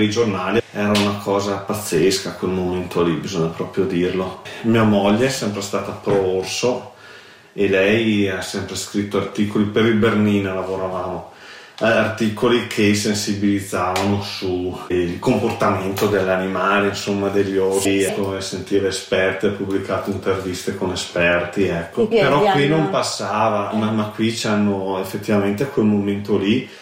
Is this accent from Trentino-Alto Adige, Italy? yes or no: yes; Cles, Trentino-Alto Adige, Italy; Io vengo da Kles, dove sono stati rilasciati gli orsi